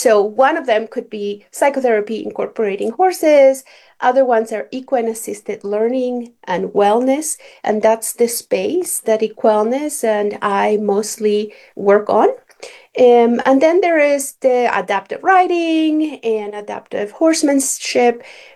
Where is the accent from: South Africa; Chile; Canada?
Chile; English is a second language; now in United States; I did not speak English very well, but I could speak a horse. And so I was able to volunteer in their equestrian program, which it really opened up a huge realm of how horses can be part of human life